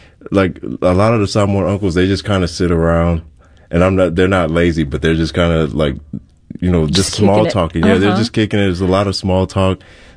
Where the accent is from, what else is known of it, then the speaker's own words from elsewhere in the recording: Hawaii, United States; But other times it's like, okay, yeah, I'm Hawaiian, whatever.